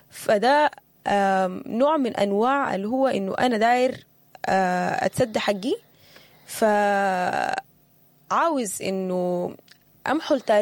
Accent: Sudan; بلدنا السودان

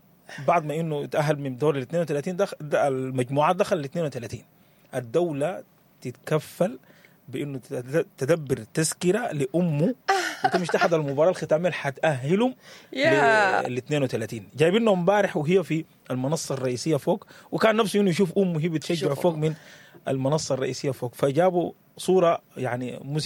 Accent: Sudan; عندنا كسودانيين

